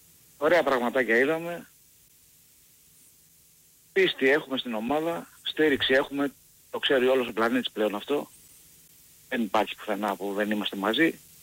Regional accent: Paiania, Attica, Greece; από την Παιανία.

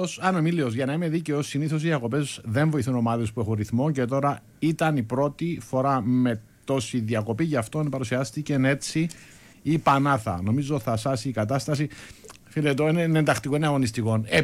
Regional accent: Greece; Εγώ είμαι Έλληνας.

